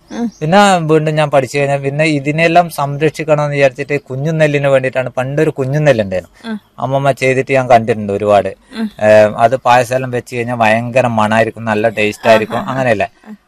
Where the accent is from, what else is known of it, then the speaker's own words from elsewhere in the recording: Thillankeri, Kerala, India; First നമ്മളെ നാട്ടിൽ വരുന്നതെന്ന് പറഞ്ഞാല് തില്ലങ്കേരി കൃഷിഭവൻ വരുന്നത് നമ്മളെ ഈ സ്റ്റോപ്പിലാണ്, കാഞ്ഞിരാട് എന്ന് പറയുന്ന ഈ സ്ഥലത്താണ്.